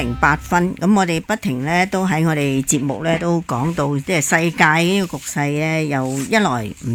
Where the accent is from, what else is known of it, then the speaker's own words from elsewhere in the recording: Guangdong, China; 即係我哋廣東人成日最呢句嘢就最傳神啦。